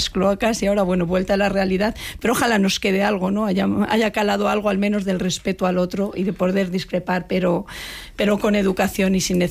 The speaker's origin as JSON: {"language": "Spanish", "country": "Spain", "lives_now": "Madrid, Spain"}